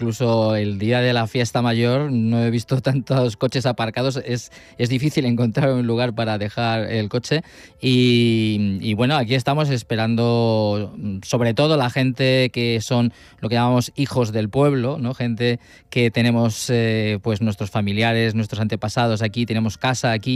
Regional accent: Turmiel, Castilla-La Mancha, Spain; born there; moved away; estoy esperando el mío, el de mi pueblo.

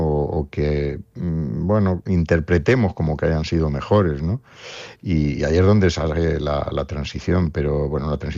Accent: Spain; nuestro país como españoles

